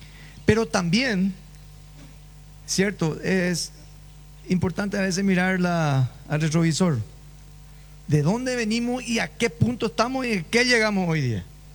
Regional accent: Paraguay; guapos somos los paraguayos.

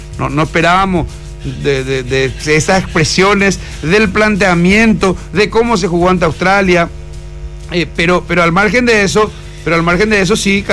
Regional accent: Luque, Central, Paraguay; Nosotros acá en Luque, honestamente les digo, somos paraguayos, pero primero somos luqueños

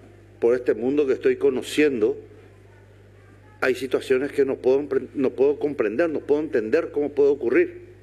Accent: Paraguay; donde yo puedo expresar lo máximo de mi paraguayidad, mi representación en mi persona como cirujano paraguayo.

